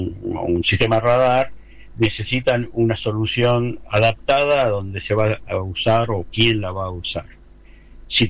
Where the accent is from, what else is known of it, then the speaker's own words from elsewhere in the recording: Córdoba, Argentina; also born or lived in Buenos Aires; Si bien nací en Capital Federal, pero de muy chico me vine con mi familia, con mis padres, acá a Córdoba, así que toda mi educación la hice acá, y me recibí también en la Universidad de Córdoba, en la FAMAF.